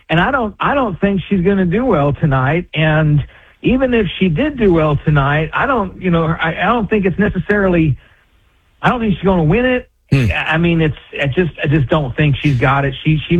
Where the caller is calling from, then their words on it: Davie, Florida, United States; from Davie.